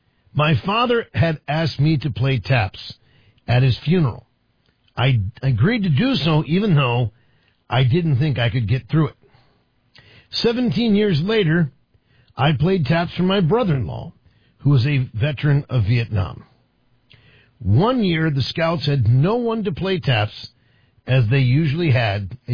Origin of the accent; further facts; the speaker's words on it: East Coast, United States; moved away; Now, I grew up on the East Coast